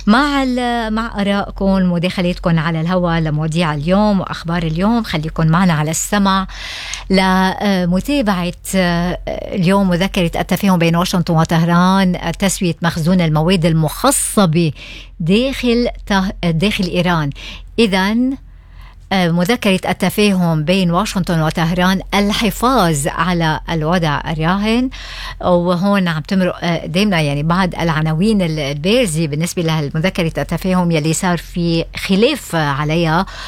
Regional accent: Lebanon; عنا بلبنان

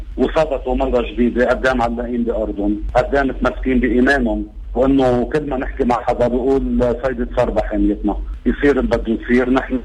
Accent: Sarba, South Lebanon, Lebanon; تحية لأهل ضيعتي

